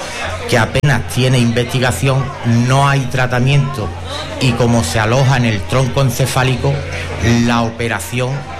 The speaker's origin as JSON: {"language": "Spanish", "town": "Carmona", "region": "Andalusia", "country": "Spain", "tie": "born or raised there", "moved": "yes", "lives_now": "Lora del Río, Spain", "said": "Ya no es en Lora del Río, porque es verdad que yo vivo en Lora del Río, pero no soy de Lora del Río, yo soy natal de Carmona."}